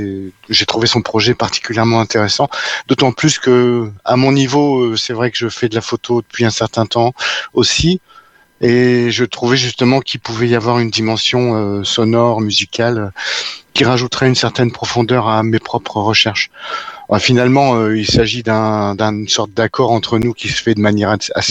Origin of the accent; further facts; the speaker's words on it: Saint-Amand-les-Eaux, Hauts-de-France, France; Je suis de Saint-Amand-les-Eaux, dans les Hauts-de-France, donc il n'y a pas beaucoup de flamants roses par chez moi